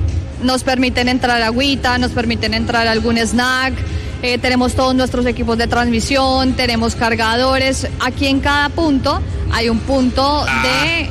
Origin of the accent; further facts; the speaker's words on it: Colombia; en este lugar en donde nosotros estamos, que estamos colombianos, somos medios colombianos.